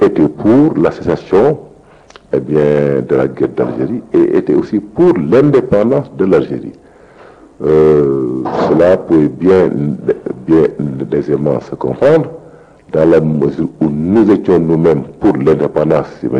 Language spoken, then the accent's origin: French; Rufisque, Dakar, Senegal; à Rufisq, dans ma ville natale.